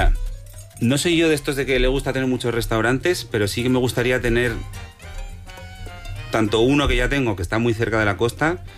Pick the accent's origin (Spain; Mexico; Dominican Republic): Spain; Basque Country; Y sí que creo que como vascos que somos tenemos una rudeza amable